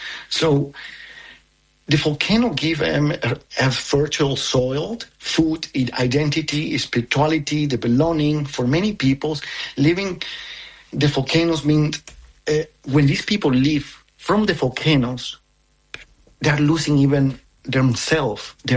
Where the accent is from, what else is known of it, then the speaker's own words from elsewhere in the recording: Ibu, North Maluku, Indonesia; One in Tobelo near Dukono, which is very active. And my hometown is in Ibu, near Ibu.